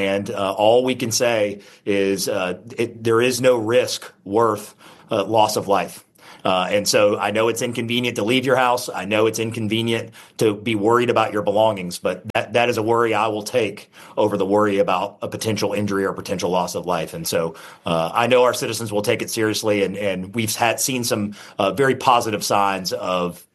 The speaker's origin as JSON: {"language": "English", "town": "Pensacola", "region": "Florida", "country": "United States", "tie": "born or raised there", "said": "I was born and raised here in Pensacola."}